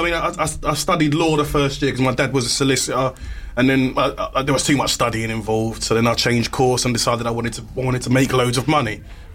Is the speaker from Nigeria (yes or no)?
yes; Nigeria; I mean, I'm a Nigerian.